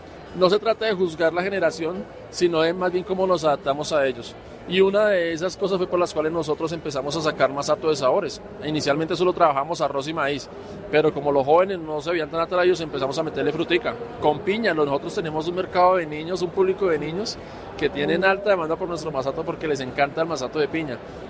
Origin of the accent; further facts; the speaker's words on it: Bogotá, Colombia; born there; Mi papá tiene herencia caldense y soy Rolo por parte de mi mamá, pero yo soy nacido aquí en Bogotá, amo Bogotá.